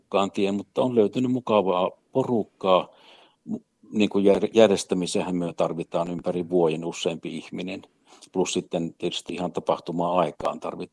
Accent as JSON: {"language": "Finnish", "region": "Eastern Finland", "country": "Finland", "tie": "born or raised there", "said": "mä itse olen Itä-Suomesta kotosi ja aina täällä tavalla tai toisella asun"}